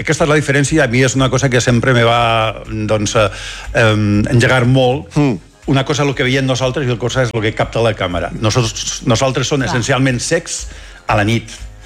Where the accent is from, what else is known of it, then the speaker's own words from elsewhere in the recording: San Sebastián, Basque Country, Spain; Doncs mira, jo soc basc.